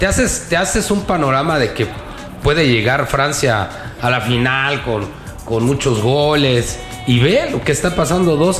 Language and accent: Spanish; Mexico; tú sabes cómo somos los mexicanos